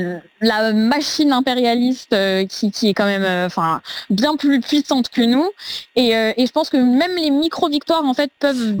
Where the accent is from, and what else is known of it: France